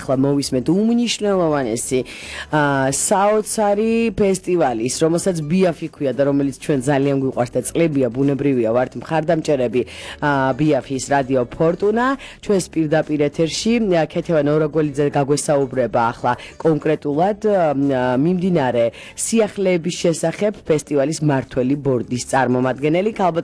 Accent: Guria, Georgia; ახლა ორი გურულის საუბარს ისმენთ

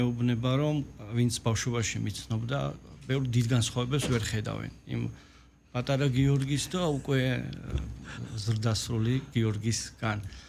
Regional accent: Tbilisi, Georgia; და კარგი ბავშვობა მქონდა. კარგი. ისე როგორც თბილისში იზრდებიან ბიჭები, აი ესე ვიზრდებოდი ქუჩაში, სკოლაში და ასე შემდეგ ოჯახში.

